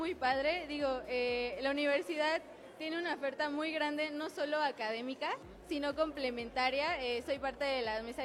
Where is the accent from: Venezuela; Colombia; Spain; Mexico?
Mexico; Puebla; also born or lived in Huatulco; Yo soy de aquí, de Puebla.